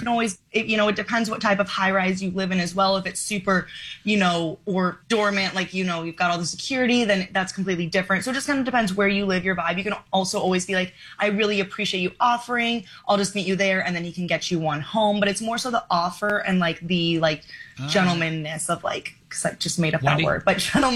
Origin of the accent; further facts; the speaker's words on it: Arizona, United States; also born or lived in Florida; now in New York City, United States; I grew up in Arizona.